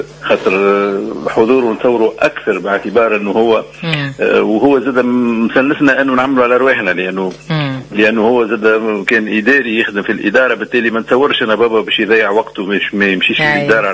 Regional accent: Tunis, Tunis Governorate, Tunisia; لأنه أنا ولدت في الجنوب، لكن شاءت الأقدار أنه نجي عمري تقريبا 5 سنوات في تونس العاصمة، وقريت في تونس العاصمة

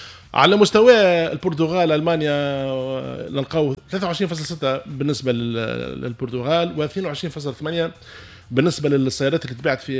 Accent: Tunisia; احنا كعائلات تونسيه

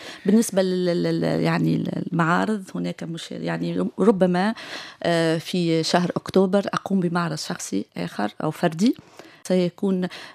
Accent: Tunisia; وكنت أنا كتونسية

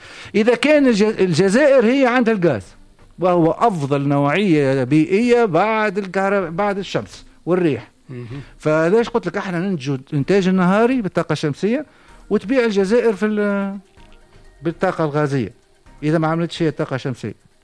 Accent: Tunisia; احنا في تونس

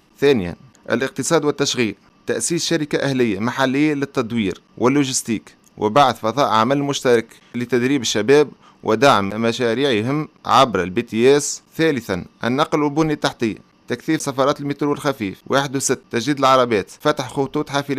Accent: Tunis, Tunis Governorate, Tunisia; سينا 2 والمروج 2، كبارية 1 و2 و3 و4 وحي النور. هذه كل حومتي الكبيرة اللي كبرت فيها

